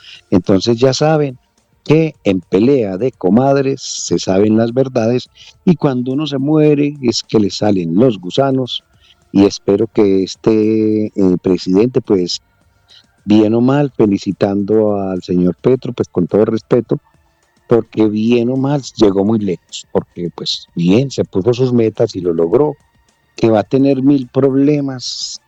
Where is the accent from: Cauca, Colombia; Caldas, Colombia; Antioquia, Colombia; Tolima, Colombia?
Antioquia, Colombia; Medellín; Yo soy montañero, yo soy de San Cristóbal